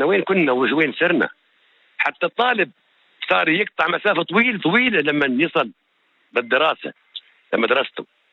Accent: Southern District, Israel; احنا بالنسبة عندنا في النقب

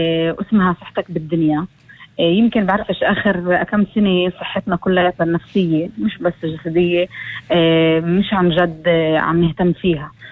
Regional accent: Palestine; وكمان بسبب إنه إحنا كمجتمع فلسطيني مرق بحروبات وبعدنا عم نمرق

